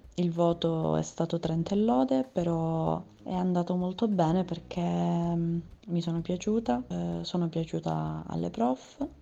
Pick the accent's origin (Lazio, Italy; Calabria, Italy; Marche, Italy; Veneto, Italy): Calabria, Italy; Catanzaro; vengo da Catanzaro